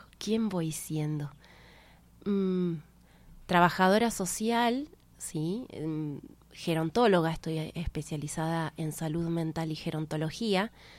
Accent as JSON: {"language": "Spanish", "region": "Buenos Aires", "country": "Argentina", "said": "Del mítico barrio porteño de Parque Patricio"}